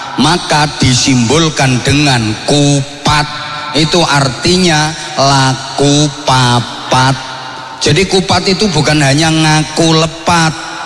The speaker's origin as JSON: {"language": "Indonesian", "region": "Java", "country": "Indonesia", "said": "Kita kan orang Jawa toh."}